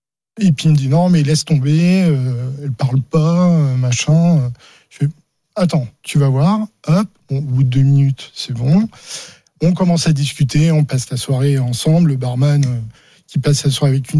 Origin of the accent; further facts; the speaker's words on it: Charleville-Mézières, Grand Est, France; Non, parce que je suis originaire de Charleville-Mézières.